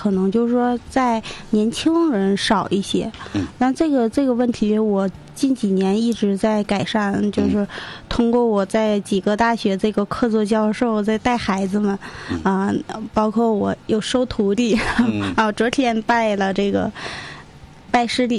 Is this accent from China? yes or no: yes; Yitong Manchu Autonomous County, Jilin, China; moved away; 去了伊通满族自治县，我的老家，